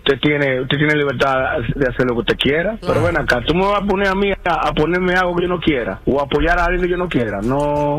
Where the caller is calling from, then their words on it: New York City, New York, United States; yo soy aquí de Nueva York